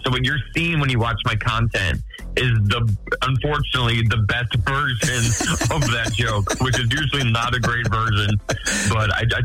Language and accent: English; Midwest, United States; So I'm a people pleaser. I'm from the Midwest. I have to deliver.